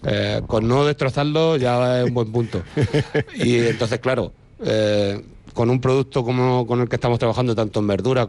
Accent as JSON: {"language": "Spanish", "area": "Granada", "region": "Andalusia", "country": "Spain", "tie": "born or raised there", "moved": "yes", "lives_now": "Madrid, Spain", "said": "yo vengo de tierra de cordero segureño, la IGP, el centro de la IGP está en mi pueblo."}